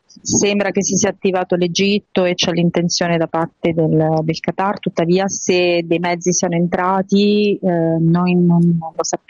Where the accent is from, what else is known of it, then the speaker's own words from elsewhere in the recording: Marche, Italy; Io sono marchigiana, sono in un territorio che è abbastanza piegato dal terremoto